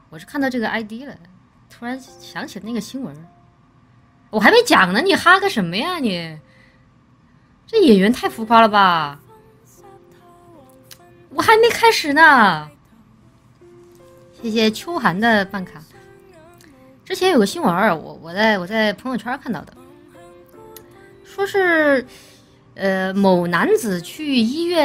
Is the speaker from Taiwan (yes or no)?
no; Chongqing, China; 我生活在南方地区，我是重庆人，我们那边不怎么吃玉米。